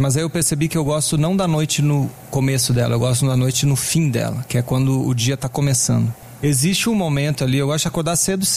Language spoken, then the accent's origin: Portuguese; Rio Grande do Sul, Brazil; born or raised there; also born or lived in Brasília